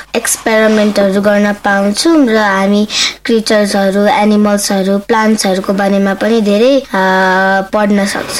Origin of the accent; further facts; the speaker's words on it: Dhankuta, Koshi Province, Nepal; now in Lalitpur, Nepal; म कक्षा 4 पढ्दछु। मेरो स्कुलको नाम आइजे पाइनर हाई स्कुल हो। मेरो गाउँ धनकुटामा छ र म अहिले ललितपुरमा बस्छु।